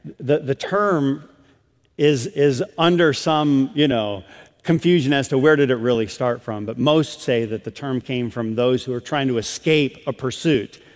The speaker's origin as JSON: {"language": "English", "town": "Adrian", "region": "Michigan", "country": "United States", "tie": "born or raised there", "said": "when I was a kid growing up in Adrian, Michigan."}